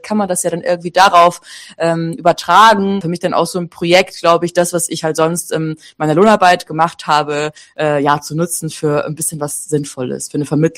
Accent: Bavaria, Germany; moved away; das so ganz in der Nähe von meinem Elternhaus ist. Ich komme ursprünglich aus Bayern.

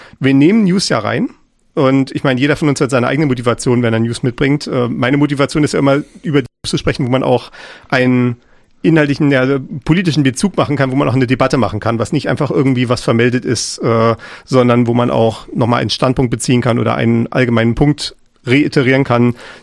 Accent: East Germany, Germany; Wir sind auf jeden Fall in Ostdeutschland beheimatet.

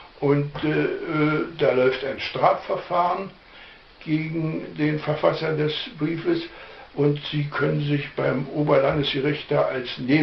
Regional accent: Fürstenwalde, Brandenburg, Germany; moved away as an adult; ich bin geboren am 21.04.1931 in Fürstenwalde an der Spree.

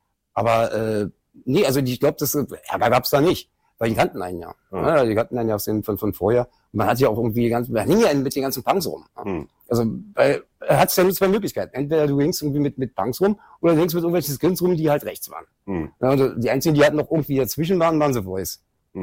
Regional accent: Berlin, Germany; Geboren in Schöneberg, groß geworden in Kreuzberg.

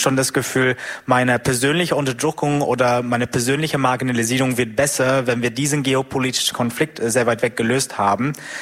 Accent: United Kingdom; German is a second language; So eine schöne Veranstaltung wie heute Abend könnte ich in Großbritannien, wo ich herkomme, niemals machen.

